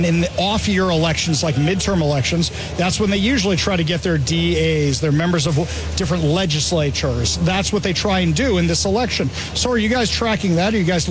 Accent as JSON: {"language": "English", "town": "Seattle", "region": "Washington", "country": "United States", "said": "I'm from Seattle."}